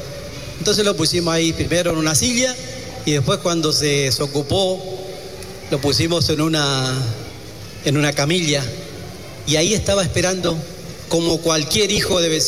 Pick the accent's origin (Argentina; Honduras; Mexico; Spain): Argentina; moved away as an adult; now in Ecuador; cuando llegué aquí a Ecuador, yo llegué hace 3 meses aquí a Ecuador, soy argentino, y estuve por allá, por otras Amazonías